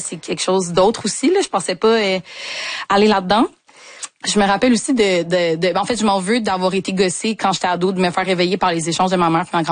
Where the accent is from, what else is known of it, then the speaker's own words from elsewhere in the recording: Quebec, Canada; born there; Moi, je suis née ici, au Québec.